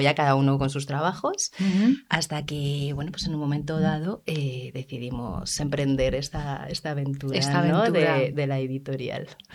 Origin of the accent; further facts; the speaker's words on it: Madrid, Community of Madrid, Spain; born there; somos de Madrid, los dos nacimos aquí